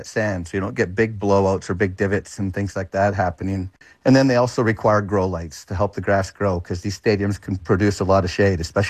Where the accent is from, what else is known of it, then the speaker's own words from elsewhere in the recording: Canada; I'm an avid fan and I'm a Canadian, so I'll be cheering for several teams, including Canada.